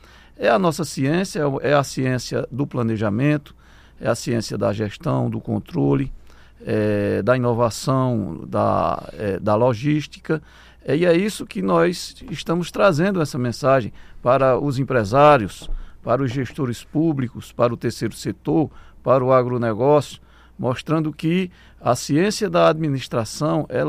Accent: Brejo Santo, Ceará, Brazil; accent: cearense; eu sou do Brejo Santo, que é perto de Juazeiro do Norte, Juazeiro do meu padinho.

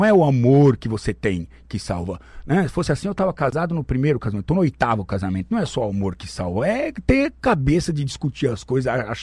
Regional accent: Brazil; born there; Eu sou filho de imigrantes. Meu pai alemão, minha mãe italiana. Os dois vieram da Europa num navio, se conheceram no navio, e eu devo ter sido produzido lá nesse frete, e nasci aqui no Brasil, primeira geração.

